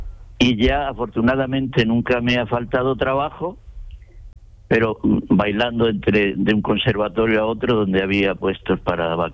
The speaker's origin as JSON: {"language": "Spanish", "town": "Águilas", "region": "Region of Murcia", "country": "Spain", "tie": "born or raised there", "also_born_or_lived": "Linares", "moved": "yes", "said": "Allí en Águilas, en mi pueblo."}